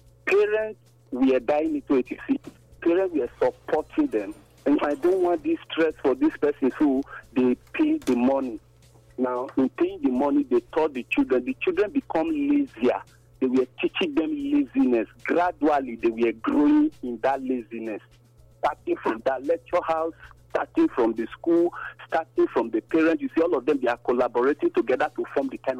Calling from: Nigeria; I'm calling from Obida.

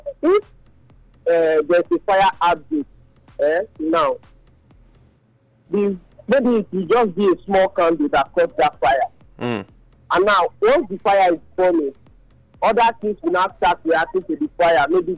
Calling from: Papua New Guinea; I'm calling from New Guinea.

